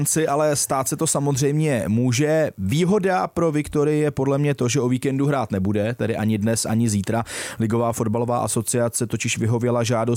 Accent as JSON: {"language": "Czech", "town": "Liberec", "region": "Liberec Region", "country": "Czechia", "said": "jsem z Liberce"}